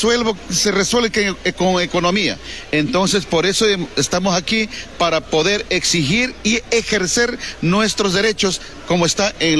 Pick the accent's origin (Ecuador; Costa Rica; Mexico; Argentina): Ecuador; Ecuadorian Amazon; Nosotros controlamos nuestros territorios. Sobre todo en la Amazonía ecuatoriana